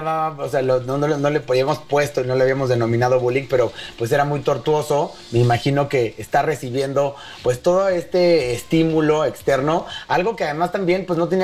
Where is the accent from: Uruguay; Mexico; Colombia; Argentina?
Mexico; como nosotros como mexicanos se nos pone ese tema del patrimonio